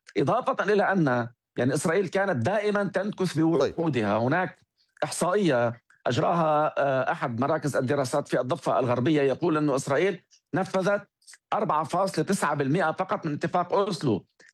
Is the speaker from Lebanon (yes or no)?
yes; Lebanon; ولكن علينا كلبنانيين اليوم أولوية الدفاع عن لبنان